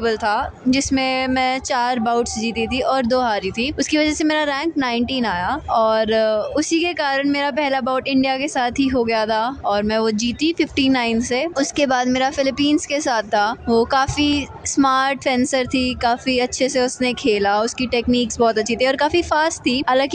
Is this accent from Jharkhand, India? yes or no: no; Haryana, India; मैं हरियाणा से हूँ और मेरी एज 18 इयर्स है।